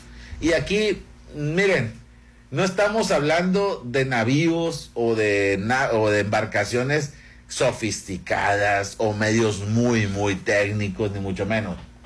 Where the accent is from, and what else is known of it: Mexico